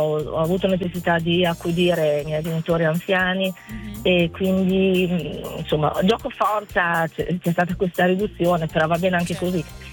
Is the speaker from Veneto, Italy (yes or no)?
yes; Valdobbiadene, Veneto, Italy; noi siamo di Val d'Abbiadene, quindi Alta Collina.